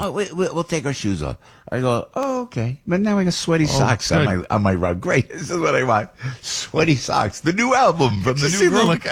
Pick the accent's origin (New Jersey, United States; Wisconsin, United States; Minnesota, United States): New Jersey, United States; I'm from New Jersey.